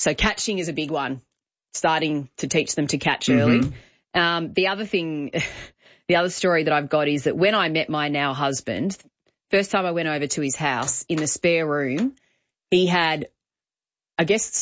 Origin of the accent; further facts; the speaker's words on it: New South Wales, Australia; I grew up in New South Wales, so I didn't grow up with AFL.